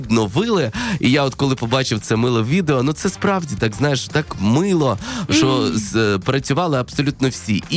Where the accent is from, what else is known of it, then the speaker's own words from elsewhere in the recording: Zaporizhzhia, Zaporizhzhia Oblast, Ukraine; І от стався в Запоріжжі, в моєму рідному місті, доволі милий затор.